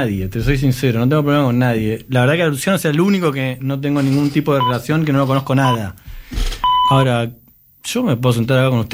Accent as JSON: {"language": "Spanish", "town": "Temperley", "region": "Buenos Aires Province", "country": "Argentina", "tie": "born there", "said": "Yo nací en un club. Yo nací en el Lawn Tennis de Temperley, club social, donde pasé los primeros 13 años de mi vida en ese club."}